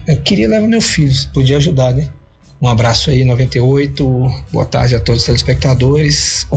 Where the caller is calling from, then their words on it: Belo Horizonte, Minas Gerais, Brazil; falo de Venda Nova.